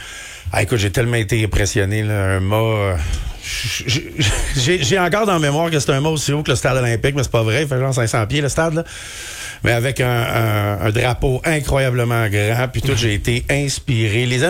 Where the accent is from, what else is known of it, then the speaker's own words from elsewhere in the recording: Quebec, Canada; moi, en plus, moi, je suis un Québécois, hein